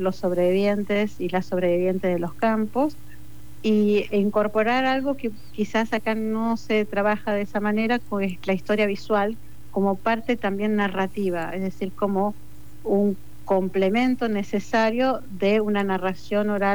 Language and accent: Spanish; Pergamino, Buenos Aires Province, Argentina; vengo de la ciudad de Pergamino